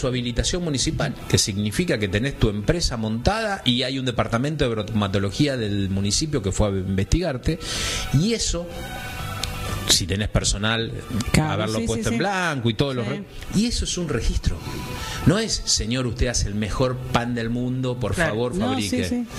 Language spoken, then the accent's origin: Spanish; Argentina